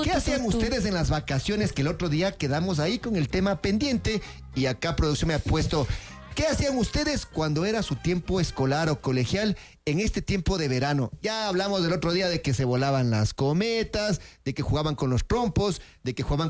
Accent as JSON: {"language": "Spanish", "town": "Quito", "region": "Pichincha", "country": "Ecuador", "said": "soy quiteño."}